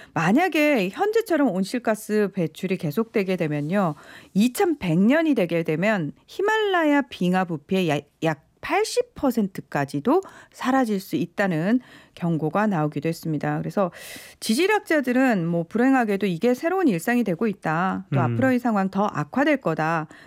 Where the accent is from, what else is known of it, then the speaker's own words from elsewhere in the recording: South Korea; 한국 사람으로서 기분이 나빴던 게요.